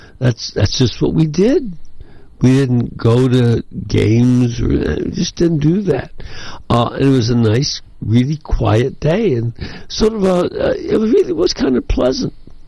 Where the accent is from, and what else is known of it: Chicago, Illinois, United States; born or raised there